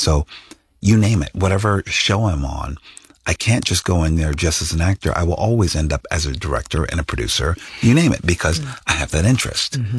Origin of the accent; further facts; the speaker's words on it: Philadelphia, Pennsylvania, United States; I come from a very humble place. I come from